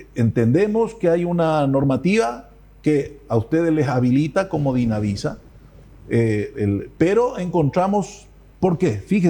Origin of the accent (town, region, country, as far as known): Paraguay